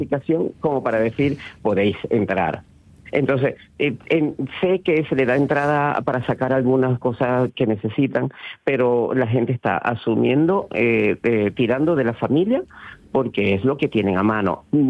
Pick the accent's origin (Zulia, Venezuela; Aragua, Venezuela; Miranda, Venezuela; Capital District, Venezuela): Zulia, Venezuela; Maracaibo; pero yo soy maracucho y muy la zona más lejana del epicentro. En Maracaibo no pasó nada, se sintió algo simplemente.